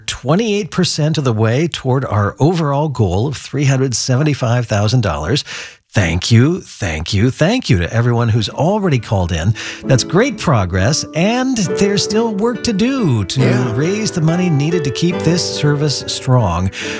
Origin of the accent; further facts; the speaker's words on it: Portland, Oregon, United States; moved away as an adult; also born or lived in New York / Washington, D.C.; I grew up here in Portland, went to grade school and high school in Portland, then moved away. 35 years of classical music radio career in New York and Washington, D.C. and elsewhere.